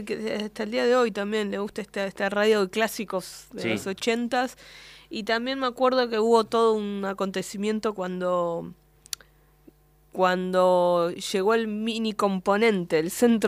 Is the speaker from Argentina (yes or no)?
yes; Argentina; yo como ciudadana que soy, como argentina que soy, deseo que mi país también siga estando